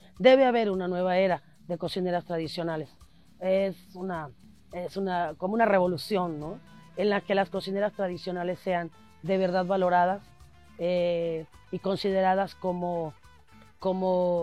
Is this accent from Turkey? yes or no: no; Mexico; todo reconocimiento te permite darte cuenta como mexicano que, porque a veces perdemos eso, perdemos esa, la conciencia de que estamos en un gran país con una diversidad impresionante en todos los sentidos